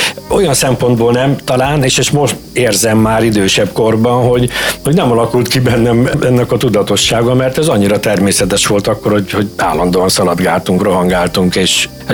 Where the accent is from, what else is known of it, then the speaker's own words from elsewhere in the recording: Békés, Hungary; moved away; Én nagyon szerencsés helyen nőttem föl, még ott Békés megyében.